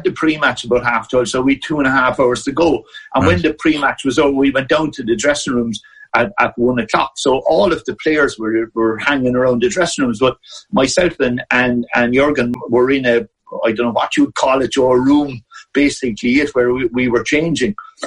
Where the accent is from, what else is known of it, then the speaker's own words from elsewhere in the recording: Wexford, Leinster, Ireland; where I was originally from Wexford, so we had the BBC over there, so we got all the soccer